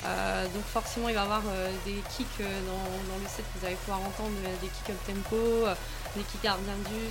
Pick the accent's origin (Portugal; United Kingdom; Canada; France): France; Hauts-de-France; La région de Lille, on fait à 20 minutes de Lille, c'est un petit village